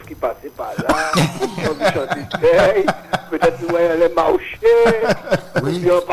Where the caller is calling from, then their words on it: Pointe-à-Pitre, Guadeloupe; J'appelle de Pointe-à-Pitre … de Pointe-à-Pitre.